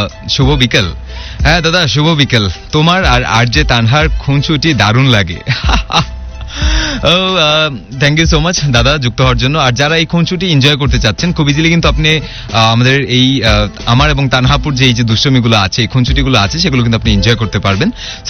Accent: Dhaka, Dhaka Division, Bangladesh; আমার বাড়ি বগুড়া না, আমি তো ঢাকাতেই থাকি, বা আমার ঢাকাতেই হচ্ছে আমার বাড়ি।

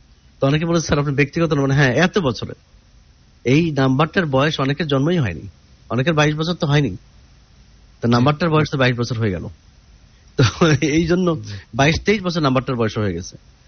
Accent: Kushtia, Khulna Division, Bangladesh; আমার বাড়ি যেমন কুষ্টিয়া, তা আমি কিভাবে দেখা করবো?

